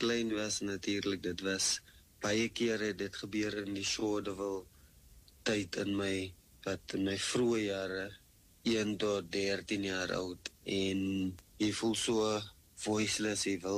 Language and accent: Afrikaans; Gqeberha, Eastern Cape, South Africa; Ek is van Gqeberha in die Ooskaap, dit is waar ek groot geword het. Dit was natuurlik Port Elizabeth